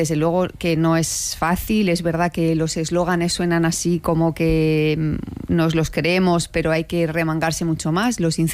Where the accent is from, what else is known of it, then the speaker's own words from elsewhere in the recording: Castilla-La Mancha, Spain; yo soy castellano manchega, soy una niña de pueblo, entonces me llega muy, muy de cerca.